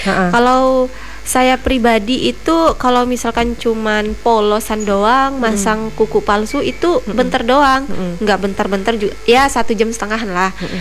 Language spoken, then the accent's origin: Indonesian; Parang Batang, Central Kalimantan, Indonesia; now in Palangka Raya, Indonesia; Ya di kampung saya juga. Kampungnya di mana? Parang Batang.